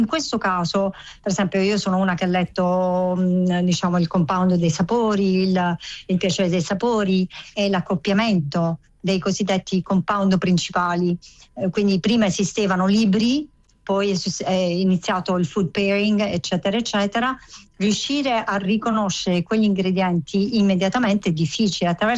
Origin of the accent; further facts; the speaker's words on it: Apulia, Italy; sono pugliese